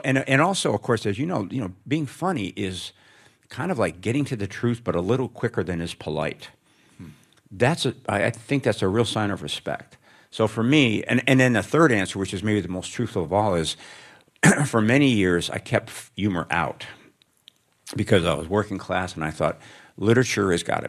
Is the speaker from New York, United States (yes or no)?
no; Chicago, Illinois, United States; The bigger answer is I grew up in Chicago on the South Side. And in the late 60s and 70s.